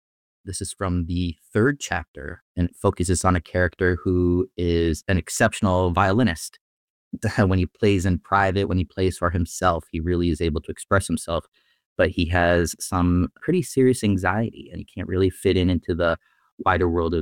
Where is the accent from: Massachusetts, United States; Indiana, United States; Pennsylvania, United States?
Massachusetts, United States; Longmeadow; I grew up in Longmeadow, and I have very, very strong connections to the place, very, very fond memories of growing up there.